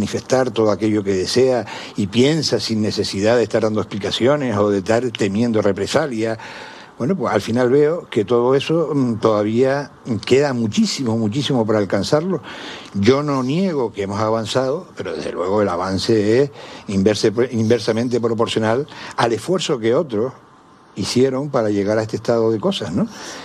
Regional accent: San Cristóbal de La Laguna, Canary Islands, Spain; born there; Yo nací en La Laguna, en la calle de Herradores.

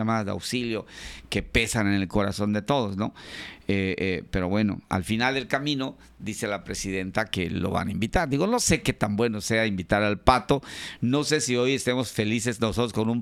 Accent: Mexico; así somos los mexicanos.

